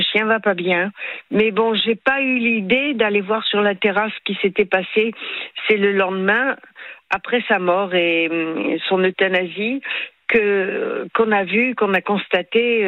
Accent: Paris, Île-de-France, France; Et je suis parisienne, je suis née dans le 20e, je vis dans le 20e.

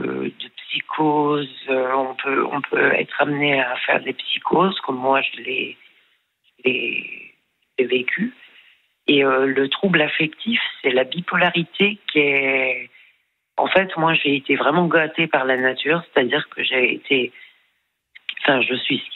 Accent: Bourgogne-Franche-Comté, France; moved away; also born or lived in England; Et je suis partie en Angleterre pour tenter ma chance. Parce que bon, je suis du Jura. Je viens d'un tout petit patelin.

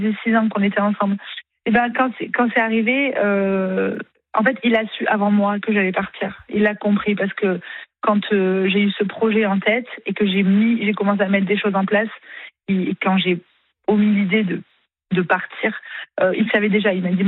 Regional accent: south-east France, France; en fait, je viens du Sud-Est, mais j'ai vraiment du mal avec la mentalité des gens du Sud-Est.

